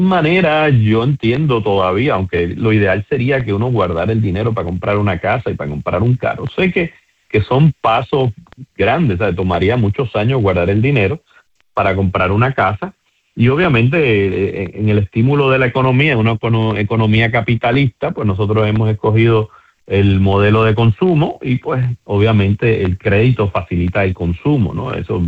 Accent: Puerto Rico; Tal vez somos nosotros los puertorriqueños, tal vez sucede en todos lados

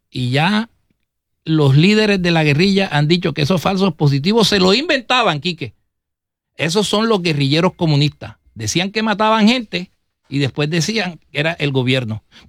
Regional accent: Colombia; moved away as an adult; now in Puerto Rico; soy un colombiano que vive aquí por más de 27 años.

